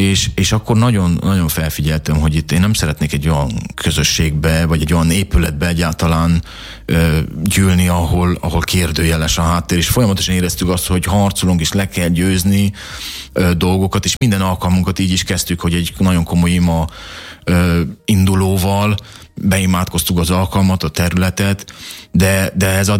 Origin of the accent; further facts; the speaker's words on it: Hajdúsámson, Hajdú-Bihar, Hungary; moved away as an adult; also born or lived in Debrecen; Én keresztény családban nőttem fel, keresztény otthonba, Debrecen és környéke, Hajdúsámson pontosabban, félig itt, félig ott gyerekként.